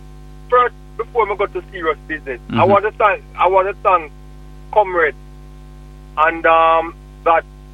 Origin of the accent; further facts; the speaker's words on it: Kingston, Jamaica; I grew up in a place where we call Vineyard Town.